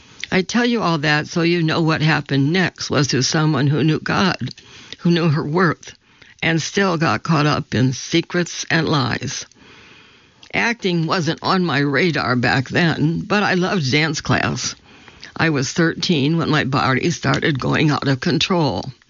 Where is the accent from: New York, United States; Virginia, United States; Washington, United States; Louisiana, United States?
Virginia, United States; Roanoke; I grew up in Roanoke, Virginia, the second of four children. Mom worked for a nonprofit, and Dad was a judge.